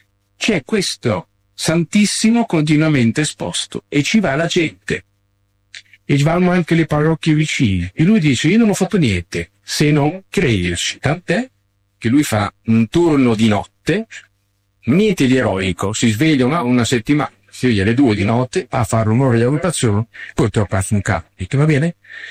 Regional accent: Bologna, Emilia-Romagna, Italy; Siccome sono bolognese, mi picco di dire che c'è qualcosa di buono anche a Bologna.

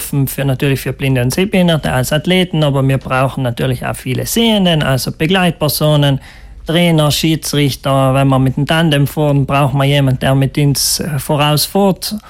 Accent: Trentino-Alto Adige, Italy

